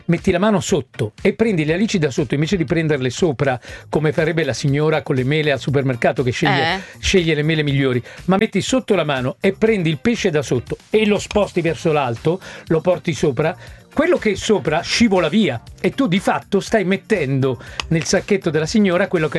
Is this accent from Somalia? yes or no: no; Naples, Campania, Italy; A bene perché sono napoletano.